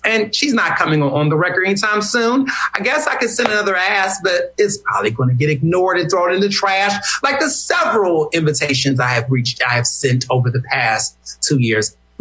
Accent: Houston, Texas, United States; also born or lived in Chicago; But I'm saying I grew up in Houston. I was born in Chicago.

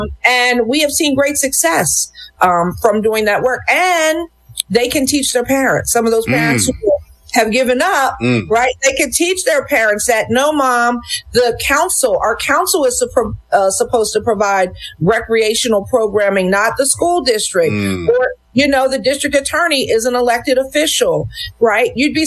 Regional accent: United States

